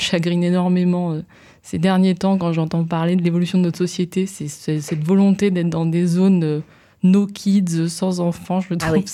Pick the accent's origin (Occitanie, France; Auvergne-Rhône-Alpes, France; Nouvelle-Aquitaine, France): Auvergne-Rhône-Alpes, France; Grenoble; moved away as an adult; now in Valence, France; je suis grenobloise, mais je suis née à Grenoble, mais finalement. J'ai atterri dans la Drôme.